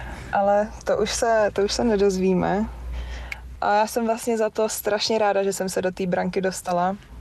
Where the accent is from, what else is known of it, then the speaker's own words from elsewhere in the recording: Prague, Czechia; Je to tak, Radotín je taková lakrosová vesnice. Ovlivnilo to dost.